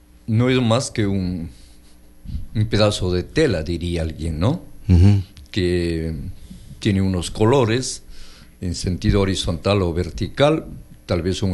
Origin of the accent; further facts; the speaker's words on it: Ecuador; nos identifican como los ecuatorianos